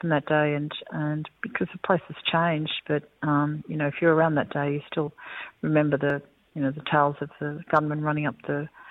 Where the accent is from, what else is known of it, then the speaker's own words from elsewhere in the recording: Sydney, New South Wales, Australia; I grew up in Stratfield.